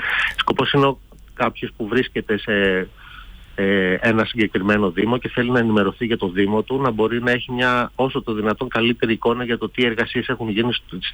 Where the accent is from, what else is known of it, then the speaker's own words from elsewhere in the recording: Antikyra, Central Greece, Greece; moved away; εγώ, ας πούμε, πηγαίνω πολύ συχνά στο χωριό μου που είναι στην Αντικειρία Βιωτίας.